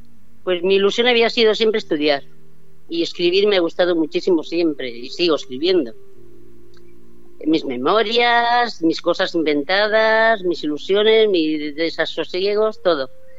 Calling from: Barcelona, Catalonia, Spain; de Barcelona, ¿qué tal?

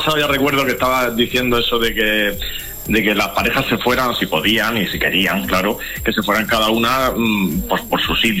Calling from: Region of Murcia, Spain

